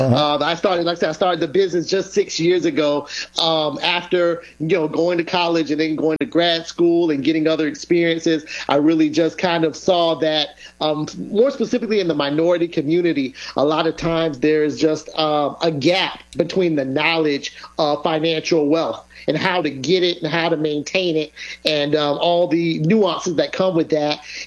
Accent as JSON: {"language": "English", "region": "South Carolina", "country": "United States", "tie": "born or raised there", "lives_now": "Florida, United States", "said": "Hey, I consider myself a Floridian. I've been in Florida well over 20 years, but I was born and raised more in South Carolina and also born in North Carolina."}